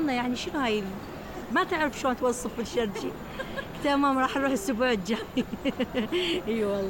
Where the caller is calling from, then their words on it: Kirkuk, Kirkuk Governorate, Iraq; أحسن من عندنا بكركوك. كركوك إيه قليل بيها كهرباء، أكو بس مو مثل هنا.